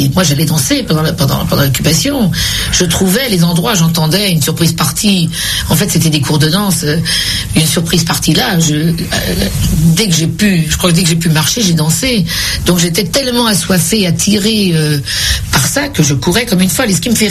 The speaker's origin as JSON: {"language": "French", "town": "Paris", "region": "Île-de-France", "country": "France", "tie": "born or raised there", "said": "Je venais de Belleville, du café de mon père."}